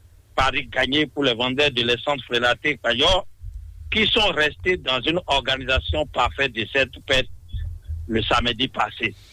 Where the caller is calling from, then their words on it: Cotonou, Littoral, Benin; depuis Cotonou, Misebo, 5e arrondissement.